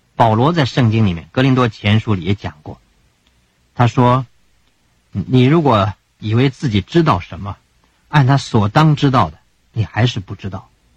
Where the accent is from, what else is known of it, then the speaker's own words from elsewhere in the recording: China; 这个虚心呢，也可以用我们中国人通常懂的话来讲啊